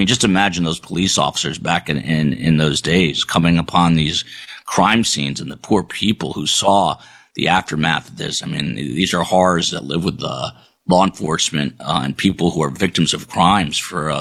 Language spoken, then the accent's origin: English; New Jersey, United States; I was a kid mainly in the 80s, but I was a very young kid in the 70s, and I grew up in New Jersey